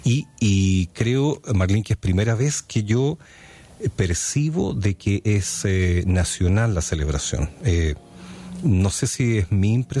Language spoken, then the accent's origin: Spanish; Chile; Y después el 18 de septiembre, en donde es una fecha que nosotros como chilenos tenemos el desafío de hacerla un poco más visible también